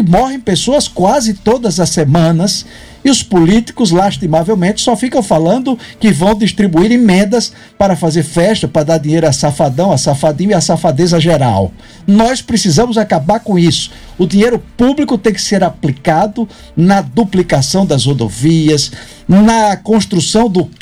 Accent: Sergipe, Brazil

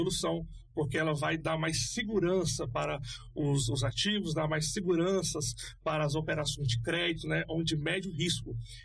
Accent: Campos Belos, Goiás, Brazil; Sou de Campos Belos, Goiás, ali divisa com Tocantins, Bahia.

